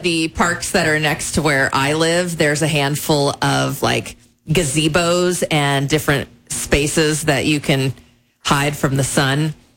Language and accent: English; Grays Harbor, Washington, United States; we're from Grace Harbor.